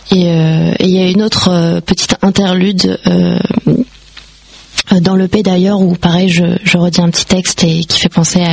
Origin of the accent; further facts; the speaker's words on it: Paris, Île-de-France, France; born there; je viens de Paris. Voilà, je suis une parisienne